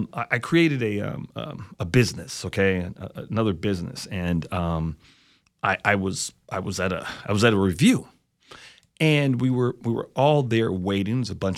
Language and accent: English; Louisville, Kentucky, United States; I grew up in Louisville.